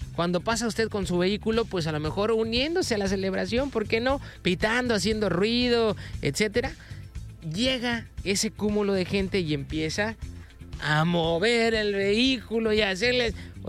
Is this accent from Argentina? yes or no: no; Mexico; Aquí lo malo es nosotros como cultura mexicana celebramos de una manera muy... sin medir consecuencias.